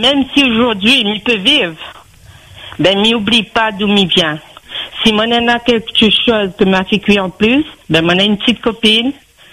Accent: Saint-Pierre, Réunion; Quand j'étais enfant, j'habitais à Bois-d'Olive, à côté du foyer à Bababo.

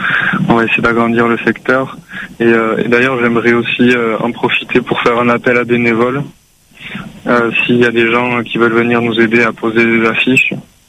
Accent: France; Moi je viens de France, hein, je suis venu exprès à La Réunion pour le retrouver.

